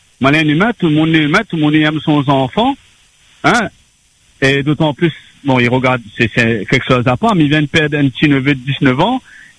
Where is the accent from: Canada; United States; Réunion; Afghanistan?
Réunion; Saint-Paul; moi, je suis natif de Boucan.